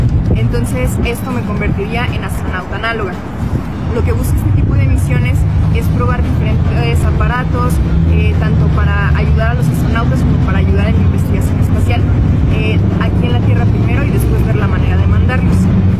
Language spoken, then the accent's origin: Spanish; Durango, Mexico; tengo 22 años, soy de aquí de Durango